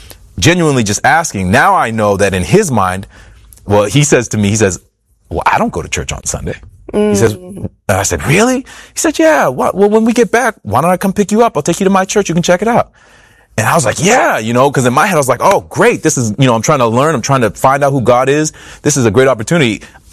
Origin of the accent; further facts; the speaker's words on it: Halifax, Nova Scotia, Canada; And I got a show that was shooting in my hometown of Halifax.